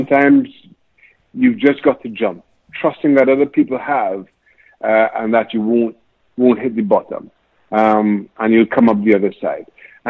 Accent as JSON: {"language": "English", "region": "Diego Martin", "country": "Trinidad & Tobago", "tie": "born or raised there"}